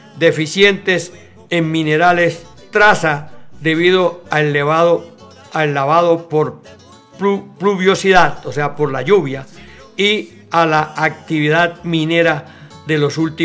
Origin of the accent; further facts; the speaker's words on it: Cesar, Colombia; me refiero al Cesar porque es mi tierra y yo viví en carne propia lo que es el impacto de los químicos.